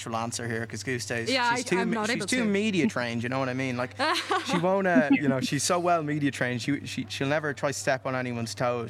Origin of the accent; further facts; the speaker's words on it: Ireland; moved away; I'm from Ireland.